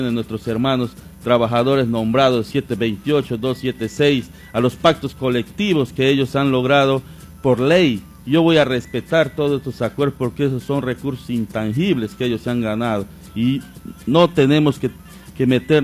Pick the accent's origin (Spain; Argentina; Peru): Peru; Belén, Loreto; Dios bendiga a mi pueblo belenino.